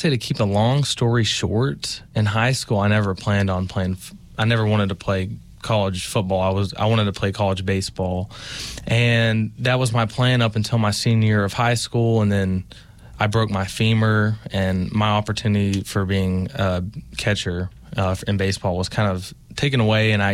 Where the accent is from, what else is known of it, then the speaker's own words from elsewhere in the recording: Abingdon, Virginia, United States; I'm from Abingdon.